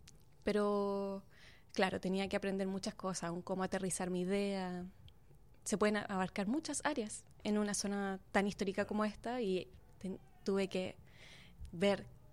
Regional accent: Viña del Mar, Valparaíso, Chile; born there; Yo también nací en Viña del Mar.

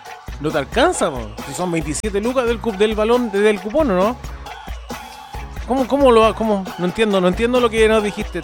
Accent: Argentina; born there; Por eso yo nací en Argentina, ¿cachai?

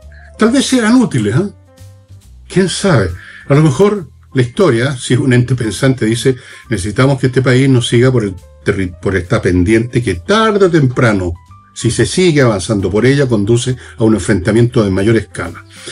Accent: Chile

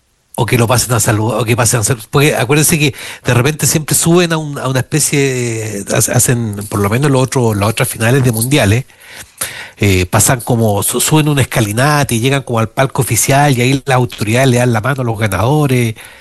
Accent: Magallanes and Chilean Antarctica, Chile; somos magallánicos.

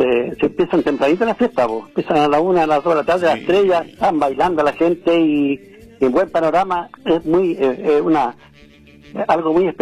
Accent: Valparaíso, Chile; somos de Valparaíso, somos de la nueva ola

